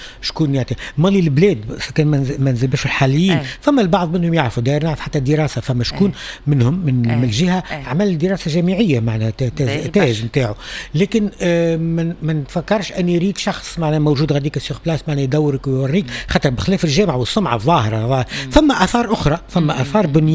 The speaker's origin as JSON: {"language": "Arabic", "town": "Tunis", "region": "Tunis Governorate", "country": "Tunisia", "said": "باب الجزيره عندنا في تونس"}